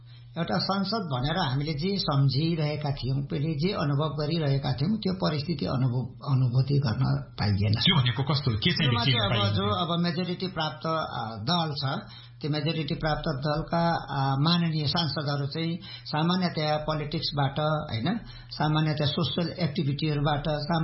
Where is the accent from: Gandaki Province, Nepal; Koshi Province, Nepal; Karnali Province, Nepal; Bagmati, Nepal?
Koshi Province, Nepal; भारत सिक्किम र नेपालको सिमाना जोडिएको ठाउँलाई चाहिँ तीन सिमाना हुन्छ, त्यो मेरो गाउँमा पर्दछ।